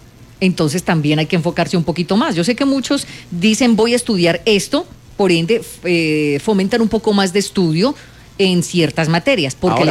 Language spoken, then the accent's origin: Spanish; Colombia